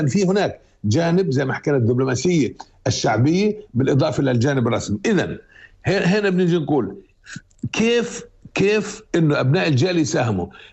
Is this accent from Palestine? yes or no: yes; Palestine; now in Spain; أنا فلسطيني، أوكي فلسطيني إسباني أو إسباني من أصل فلسطيني